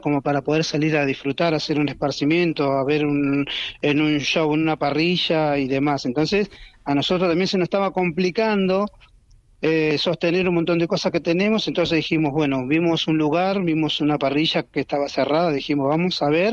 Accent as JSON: {"language": "Spanish", "country": "Argentina", "said": "Porque creo en mi Argentina, Marcelo, porque soy argentino"}